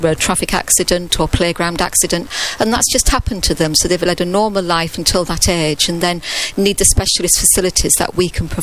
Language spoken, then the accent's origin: English; Hull, Yorkshire and the Humber, United Kingdom; I grew up in Hull. This song transports me back to school discos